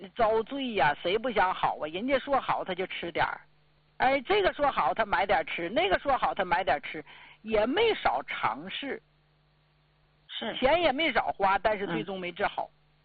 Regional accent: Northeast China, China; 因为咱们家乡啊，你说地处东北

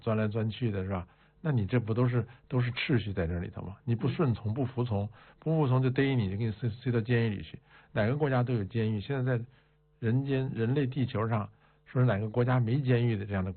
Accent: China

